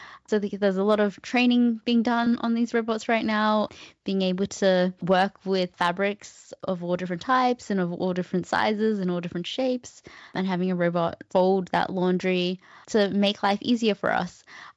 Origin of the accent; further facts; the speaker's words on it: Cairns, Queensland, Australia; I grew up in Cairns and far north Queensland